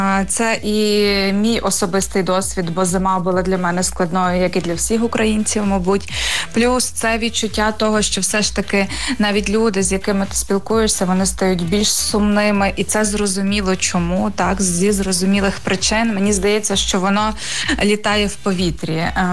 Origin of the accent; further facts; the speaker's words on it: Novoiavorivsk, Lviv Oblast, Ukraine; Я з Новояворівська, так само, як і він, родом з Новояворівська.